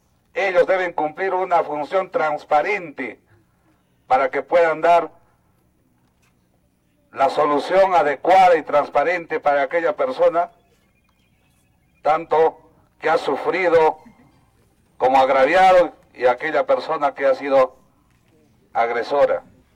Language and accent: Spanish; Sicuani, Cusco, Peru; Venimos desde la ciudad de Cusco, desde Sicuani. Desde la ciudad de Sicuani.